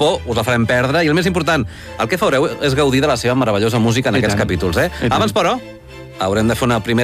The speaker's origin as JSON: {"language": "Catalan", "region": "Catalonia", "country": "Spain", "said": "com a català, em sento a casa meva."}